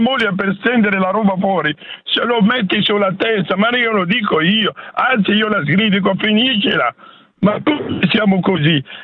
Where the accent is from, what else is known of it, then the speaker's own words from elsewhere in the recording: Morocco; Quello che mettono le donne, che io me ne intendo, che sono marocchino, si chiama niqab.